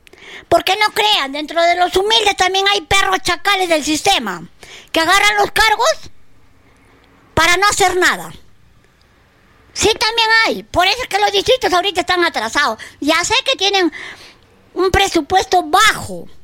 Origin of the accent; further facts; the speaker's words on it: Arequipa, Peru; como ciudadana peruana y arequipeña.